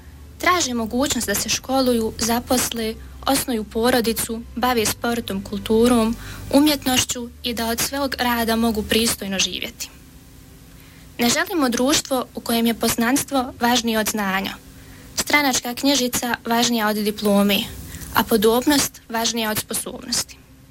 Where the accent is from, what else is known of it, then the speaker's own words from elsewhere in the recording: Gračanica, Federation of Bosnia and Herzegovina, Bosnia & Herzegovina; also born or lived in Tuzla; rođena sam 31.12.2001. godine u Tuzli, a dolazim iz Gračanici.